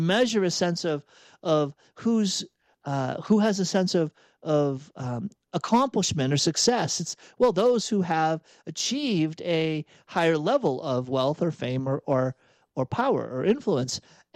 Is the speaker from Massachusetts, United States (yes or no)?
yes; Massachusetts, United States; Now, I grew up in outside of Boston, and if you're in New England and you can kind of scrape all the way down to New York and New Jersey, you're going to hear that phrase